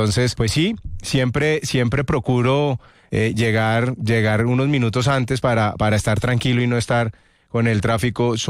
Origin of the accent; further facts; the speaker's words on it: Bogotá, Colombia; Nací y crecí en Bogotá, en la zona norte, en Usaquén.